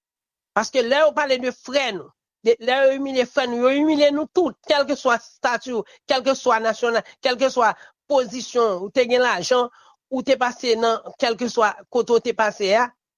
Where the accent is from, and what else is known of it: Haiti